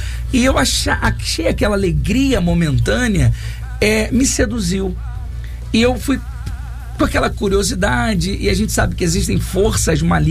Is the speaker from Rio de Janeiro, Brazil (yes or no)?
yes; Rio de Janeiro, Brazil; Eu sou oriundo do Rio de Janeiro mesmo, sou carioca. Sim. Da Gema. Porém, eu sou ali daquela região, Rio Comprido, Tijuca, aquela área ali é a área que eu morei a vida inteira.